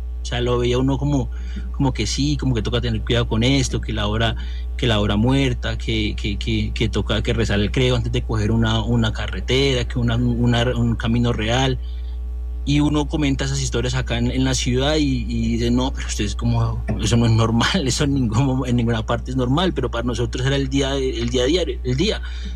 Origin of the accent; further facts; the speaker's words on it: Saldaña, Tolima, Colombia; now in Bogotá, Colombia; Bueno, Paul, pues yo vivo acá en Bogotá, pero hace aproximadamente 10 años y emigré del Tolima. Uh-huh. Mi pueblo es de Saldaña.